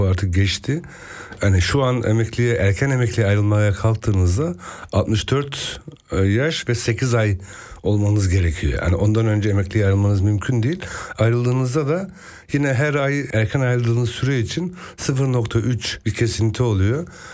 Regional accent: Germany; ben burada meslek eğitimi yaptım, burada yetiştim.

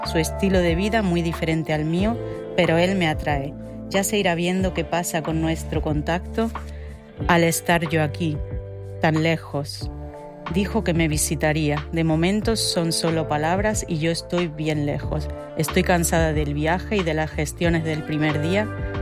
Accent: Granada, Andalusia, Spain; moved away as an adult; now in Berlin, Germany; Y yo vengo de Granada, la cual puede caber en uno de los numerosos barrios de Berlín. Ahí mi Granada, con sus montañas, su Alhambra, el mar tan cerca, el idioma que entiendo.

